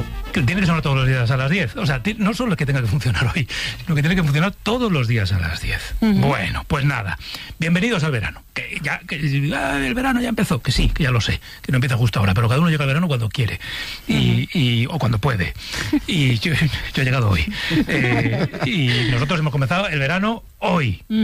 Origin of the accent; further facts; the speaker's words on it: Navarre, Spain; Como yo tengo más años que ellos, soy más navarro que ellos.